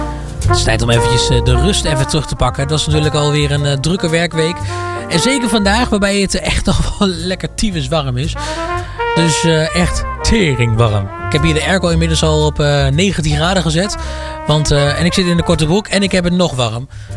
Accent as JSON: {"language": "Dutch", "country": "Netherlands", "said": "Ik ben echt Nederlander, hè."}